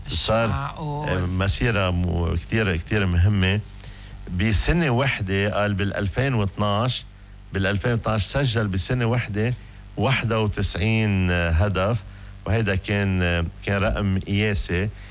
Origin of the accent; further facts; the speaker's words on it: Lebanon; وكمان اليوم عيد العيلة ونحن من لبنان قديش العيلة مهمة